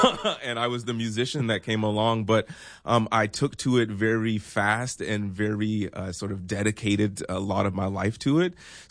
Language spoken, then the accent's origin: English; Georgetown, South Carolina, United States; I'm originally from Georgetown, South Carolina. Grew up as a gospel pianist, actually.